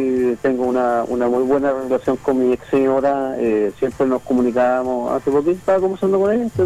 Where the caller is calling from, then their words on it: Chile; De acá, de Pablo Neruda.